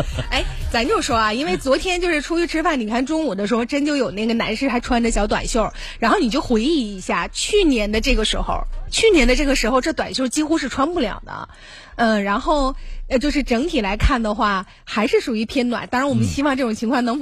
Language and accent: Chinese; Northeast China, China; accent: Northeastern (Dongbei) dialect; 用那个咱们东北话说那家里可硬了